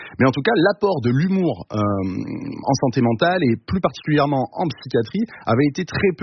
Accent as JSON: {"language": "French", "town": "Angoisse", "region": "Nouvelle-Aquitaine", "country": "France", "tie": "born or raised there", "said": "Ouais, j'ai grandi à Angoisse, ouais, tout à fait."}